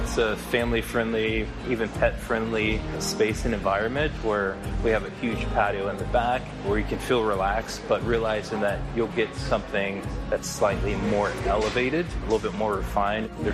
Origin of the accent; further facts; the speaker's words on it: Kansas City, Missouri, United States; that's a road that divides Kansas City, Missouri and Kansas City, Kansas. And I grew up on the Kansas City, Missouri side.